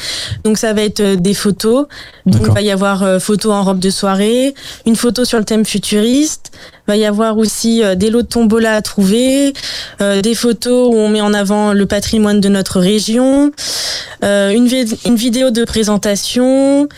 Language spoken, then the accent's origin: French; Le Mans, Pays de la Loire, France; now in near Nantes, France; j'ai 25 ans et je suis originaire du Mans et je suis actuellement près de Nantes pour terminer mes études.